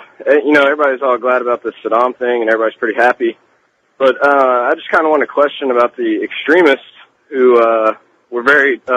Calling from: Houston, Texas, United States; I'm in Houston, Texas.

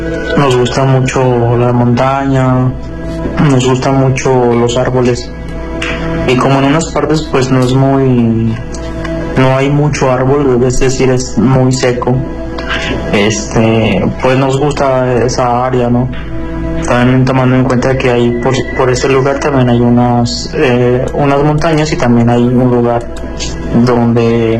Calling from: León, Guanajuato, Mexico; Soy de León, Guanajuato.

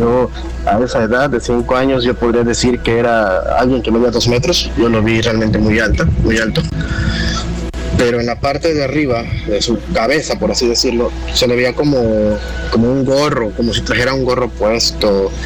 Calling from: Veracruz, Mexico; soy de Veracruz.

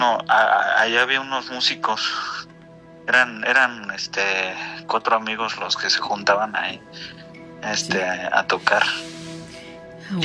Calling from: Naucalpan, State of Mexico, Mexico; En Naucalpan.

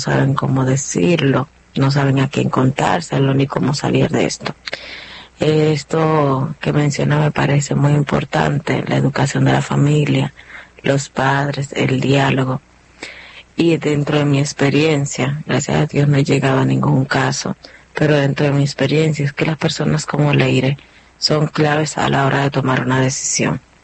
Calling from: Dominican Republic; soy de República Dominicana.

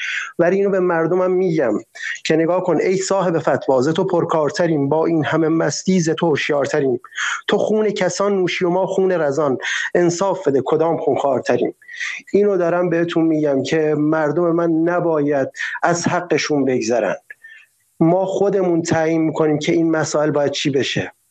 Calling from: Iran; به عنوان یه ایرانی حق من اینه که یه زندگی خوب داشته باشم.

